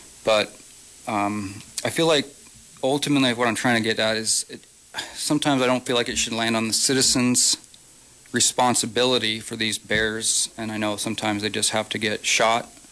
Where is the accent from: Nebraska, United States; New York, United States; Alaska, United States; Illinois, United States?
Alaska, United States; Kodiak; moved away; I grew up here in Kodiak and moved back with my family about 7 years ago.